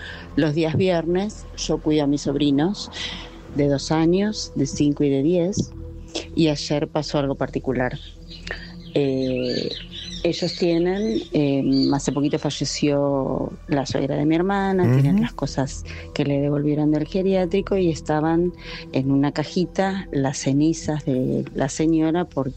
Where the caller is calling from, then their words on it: Monte Grande, Buenos Aires Province, Argentina; Hola, Héctor. … de Monte Grande.